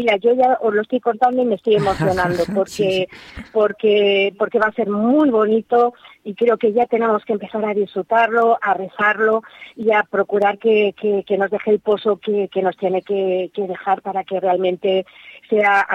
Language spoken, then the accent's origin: Spanish; Madrid, Community of Madrid, Spain; Yo soy madrileña, ¿eh? O sea, soy madrileña